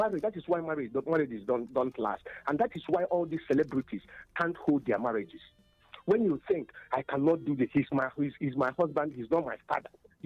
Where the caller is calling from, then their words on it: Igbo, Igboland, Nigeria; we are living in this part of the world called Africa. And we are living in this Africa called Nigeria